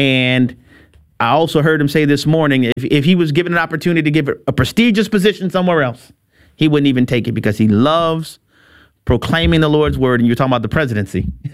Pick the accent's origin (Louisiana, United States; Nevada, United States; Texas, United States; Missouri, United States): Louisiana, United States; New Orleans; And I mentioned our home state of Louisiana. I'm from New Orleans originally